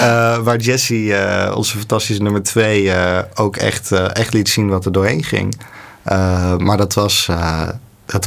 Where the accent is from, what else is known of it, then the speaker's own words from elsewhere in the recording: Netherlands; now in Gouda, Netherlands; Ik voel me echt gewoon een Nederlander.